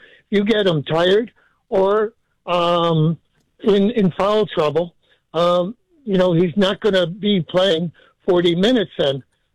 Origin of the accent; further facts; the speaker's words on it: Massachusetts, United States; I'm actually rooting for New York, even though I'm from Massachusetts.